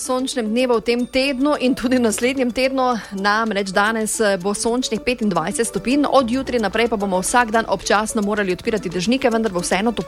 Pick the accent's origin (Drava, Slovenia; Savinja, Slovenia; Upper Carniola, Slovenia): Drava, Slovenia; Jaz sem doma iz Skungote, to je aha. Drugi kraj od Rač.